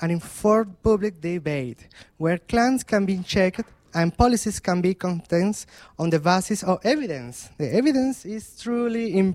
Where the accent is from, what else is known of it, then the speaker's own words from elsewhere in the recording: Venezuela; English is a second language; moved away as an adult; now in Turkey; I am from Venezuela, currently living in Turkey since 2021